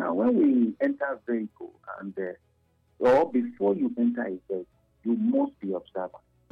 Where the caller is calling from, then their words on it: Nigeria; from Ijaw.